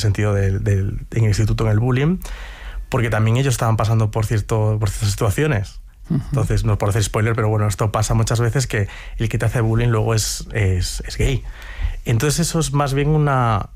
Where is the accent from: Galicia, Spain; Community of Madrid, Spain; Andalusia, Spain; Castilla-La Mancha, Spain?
Galicia, Spain; Ourense; moved away; Me daba miedo esa vuelta a mi ciudad natal